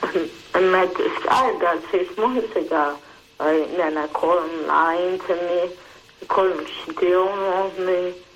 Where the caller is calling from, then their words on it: Darby, Pennsylvania, United States; Up at Darby, Delaware County.